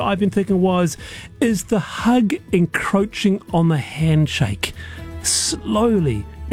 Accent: Nelson, New Zealand; I think I can. … from Nelson.

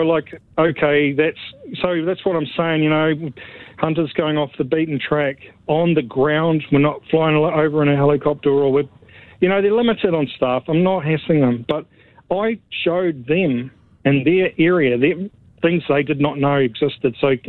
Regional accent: North Island, New Zealand; I'm from the North Island.

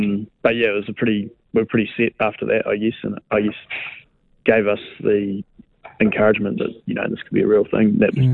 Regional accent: Australia; but being an Aussie. So there's two of us here in Melbourne.

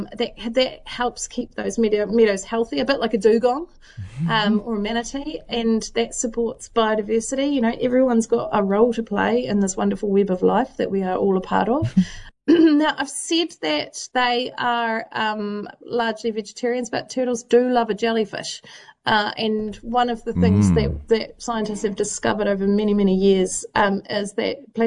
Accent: Southland, New Zealand; I'm from Southland and therefore not a vegetarian.

